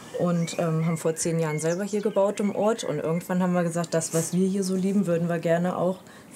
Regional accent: Hesse, Germany; Wir kommen selber aus der Region und haben uns vor ein paar Jahren einfach in Hemfurt-Edersee verliebt, weil wir jedes Wochenende hierher gefahren sind zum Wandern, zum Fahrradfahren. Und haben vor 10 Jahren selber hier gebaut im Ort.

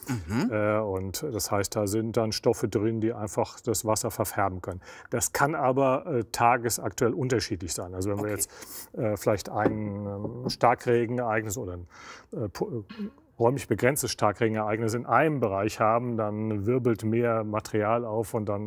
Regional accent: Hesse, Germany; Also ich komme aus der Wetterau und kenne zum Beispiel auch die Nidda

